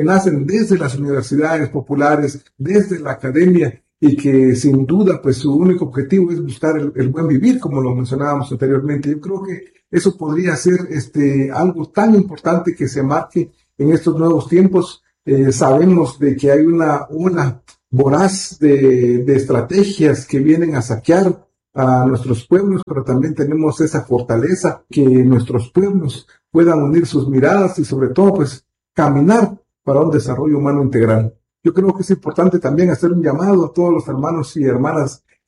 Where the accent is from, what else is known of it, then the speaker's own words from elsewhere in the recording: Guatemala; first language Kaqchikel; Spanish is a second language; Me gustaría también mandarles un saludo en mi idioma materno, que es el cachiquel, que es uno de los 22 idiomas mayas que hablamos aquí en Guatemala.